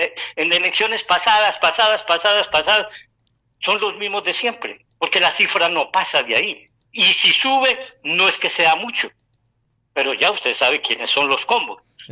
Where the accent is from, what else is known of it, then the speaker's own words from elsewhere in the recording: Antioquia, Colombia; now in Medellín, Colombia; yo me alegro mucho por mi Antioquia, por mi tierra